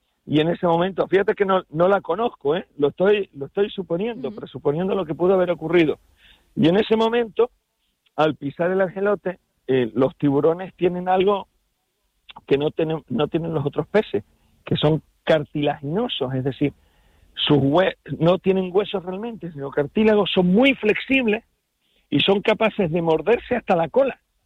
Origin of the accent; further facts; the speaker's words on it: El Hierro, Canary Islands, Spain; yo que voy a decir que soy del Hierro